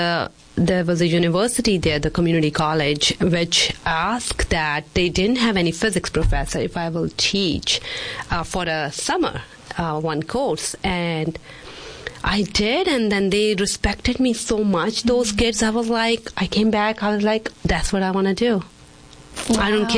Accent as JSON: {"language": "English", "town": "Dalhousie", "region": "Himachal Pradesh", "country": "India", "tie": "born or raised there", "moved": "yes", "said": "It's up in the foothill of Himalayas, Dalhousie. It's north part of the India, up mountains, and it's a very beautiful town, and they call it the mini Switzerland."}